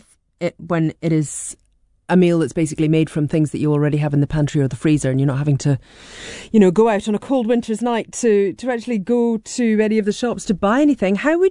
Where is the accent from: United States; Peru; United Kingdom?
United Kingdom; Scotland; even though I grew up in Scotland.